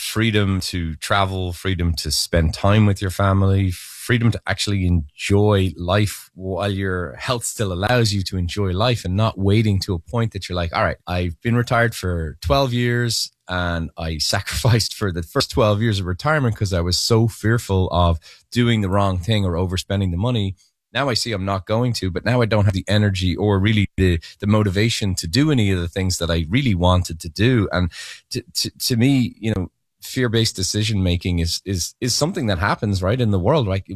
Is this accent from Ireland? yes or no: yes; Ireland; speaking as an Irish person